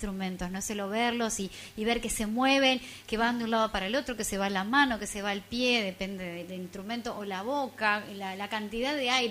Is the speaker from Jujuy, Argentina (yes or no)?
no; Basavilbaso, Entre Ríos, Argentina; yo siempre hablo de mi pueblo, pero vamos a hablar en este caso porque otra coincidencia con Vero, vivíamos enfrente, ¿sí? En dos esquinas, ella en la esquina de enfrente, yo en la otra, de chiquitita, nuestra infancia.